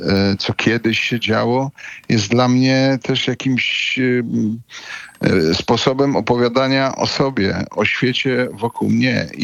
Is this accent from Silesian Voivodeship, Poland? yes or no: yes; Silesian Voivodeship, Poland